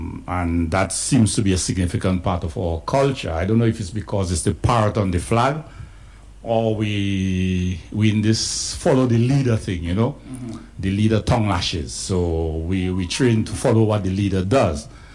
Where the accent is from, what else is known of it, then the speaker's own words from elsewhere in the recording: Dominica; Whatever I am today, I give full credit to being born and raised in Dominica